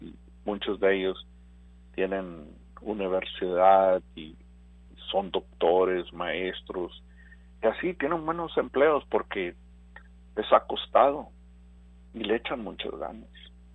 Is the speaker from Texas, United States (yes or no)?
yes; Rio Grande Valley, Texas, United States; aquí de Texas. Que recordemos que antes de ser estadounidenses, nosotros somos tejanos, nosotros somos de Texas, y hacen prejuicios por nuestro color, por nuestra voz, por nuestra raza. Ni siquiera nuestro hablar es común en México